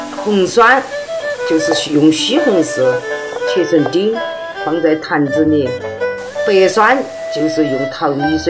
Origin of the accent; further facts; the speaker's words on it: Guizhou, China; 因为我们贵州人都喜欢吃酸，这些碱性食物刚好起到酸碱中和的作用。